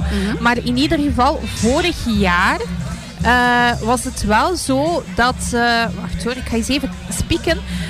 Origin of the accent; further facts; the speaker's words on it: Aalst, Flanders, Belgium; ik ben geboren in Alst, maar ik heb altijd in Moorsel gewoond.